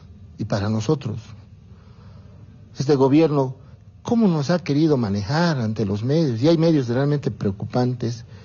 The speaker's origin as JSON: {"language": "Spanish", "region": "La Paz", "country": "Bolivia", "moved": "yes", "lives_now": "Cochabamba, Bolivia", "said": "Yo también vengo de estos lugares, vivo en Cochabamba"}